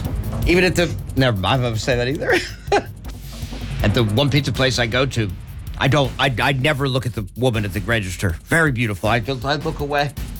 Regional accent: Philadelphia, Pennsylvania, United States; I grew up in the Philadelphia metropolitan area.

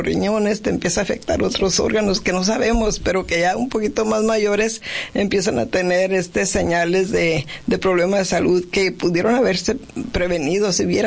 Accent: Yuma, Arizona, United States; soy de Yuma

